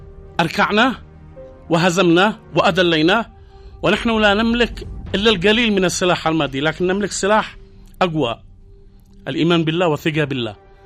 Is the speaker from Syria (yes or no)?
no; Yemen; احنا كيمنيين